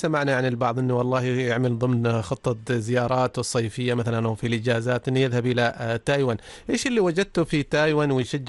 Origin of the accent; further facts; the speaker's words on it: Oman; احنا كشباب عمانيين